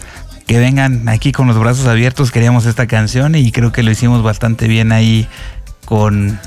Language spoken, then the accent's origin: Spanish; Mexico